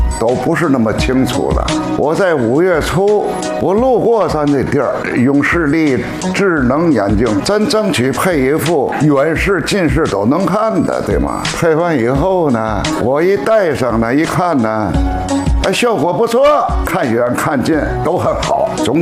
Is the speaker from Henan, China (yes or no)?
no; Tianjin, China; 我是天津卫的，我今年81岁，